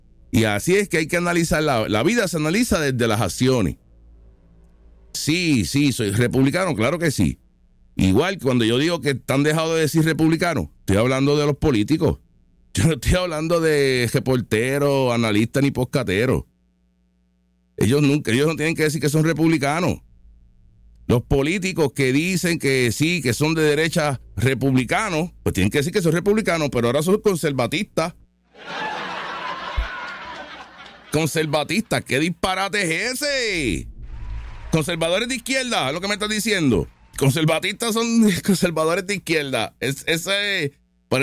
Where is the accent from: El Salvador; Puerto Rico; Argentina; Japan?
Puerto Rico; ¿por qué yo como puertorriqueño no tengo permiso rápido?